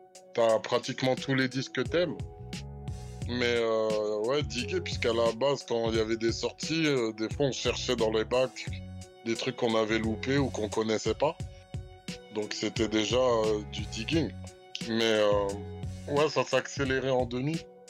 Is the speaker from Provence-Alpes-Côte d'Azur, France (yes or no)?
no; Le Blanc-Mesnil, Île-de-France, France; Moi, j'étais de Blanc-Ménil